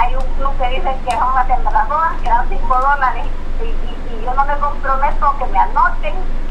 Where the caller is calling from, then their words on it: San Miguel, El Salvador; Le hablo de acá, de San Miguel, Ruta Militar, Salida Santa Rosa, en Lima, Colonia Monterrato.